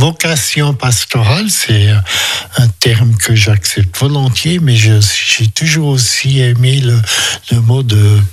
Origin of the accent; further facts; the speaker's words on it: Romandy, Switzerland; Et moi-même, je suis un Suisse-Allemand qui, dès sa tendre enfance, habitait en Suisse romande